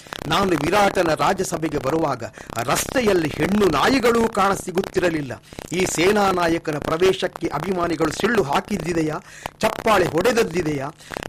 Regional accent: Gurupura, Karnataka, India

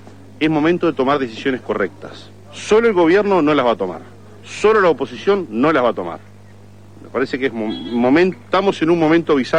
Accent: Uruguay; lo que tenemos que nosotros como uruguayos y como gobernantes es estar dando otra respuesta.

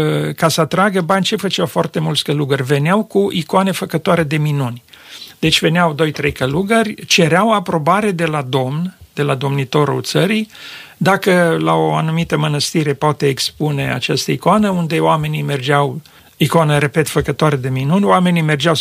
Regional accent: Cluj-Napoca, Cluj County, Romania; suntem din Cluj

